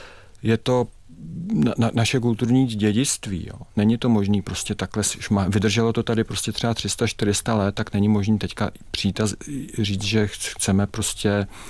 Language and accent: Czech; Prague, Czechia; Já mám, protože jsem pocházím z Prahy 1 a celá moje rodina, tak já vlastně samozřejmě mám nejradši prostě Staré Město a Malou Stranu. Já jsem rozený Malostraňák ze Zámeckých Schodů.